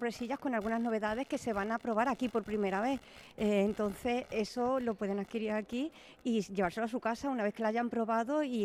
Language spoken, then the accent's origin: Spanish; Cáceres, Extremadura, Spain; Hola, buenas … venimos desde Ludi Cáceres, desde Cáceres.